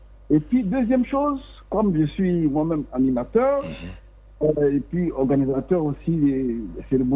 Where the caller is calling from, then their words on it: Bouaké, Vallée du Bandama, Côte d’Ivoire; Nous écoutons depuis Boaké.